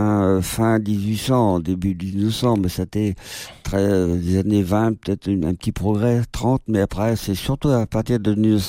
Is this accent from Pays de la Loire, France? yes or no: yes; Les Herbiers, Pays de la Loire, France; chez nous, aux Herbiers